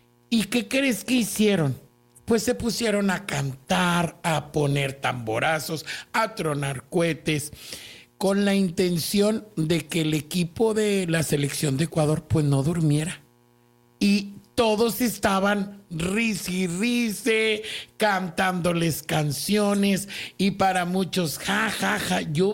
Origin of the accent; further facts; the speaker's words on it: Mexico; voy a jugar en un estadio que ya sé que la mayoría va a ser mexicano, y yo soy mexicano.